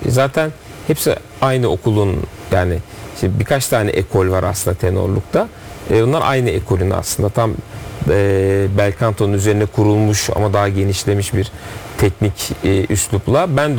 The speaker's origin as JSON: {"language": "Turkish", "region": "Ankara", "country": "Turkey", "tie": "born there", "said": "Biz baba tarafından Ispartalıyız, anne tarafından Aydınlı. Ama doğum bölümüm Ankaralıyım ben."}